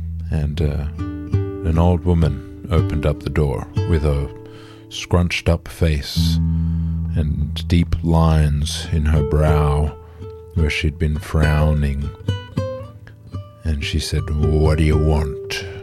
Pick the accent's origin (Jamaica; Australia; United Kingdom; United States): Australia; Sydney, New South Wales; born there; now in Bellingen, Australia; between Northern Rivers and Sydney, where my family is from, where I was born in Sydney.